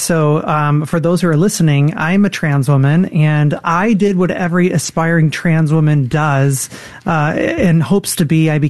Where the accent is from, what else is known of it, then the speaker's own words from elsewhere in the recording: Michigan, United States; Well, I grew up born and raised here in the state of Michigan, had a couple stops around the country. I grew up here